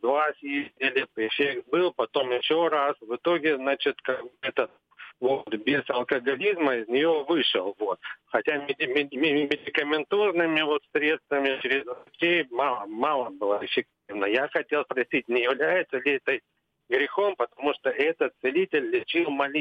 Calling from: Krasnodar, Krasnodar Krai, Russia; я из Краснодара.

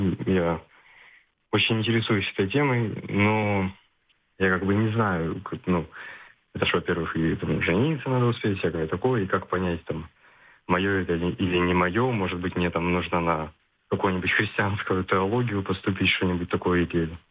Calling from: Luhansk, Luhansk Oblast, Ukraine; я из Луганска.

